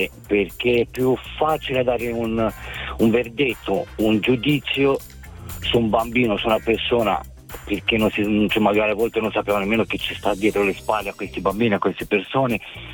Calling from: Siena, Tuscany, Italy

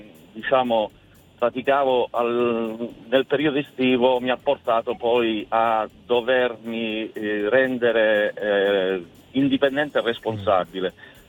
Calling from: Bari, Apulia, Italy; Io chiamo da Bari, in movimento verso Alberobello

